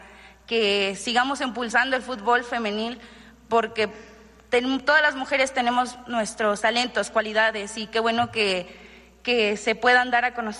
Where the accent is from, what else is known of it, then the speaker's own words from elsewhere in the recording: Tlaquilpa, Veracruz, Mexico; Buenos días … tengo 21 años, soy del municipio de Tlaquilpa, del estado de Veracruz.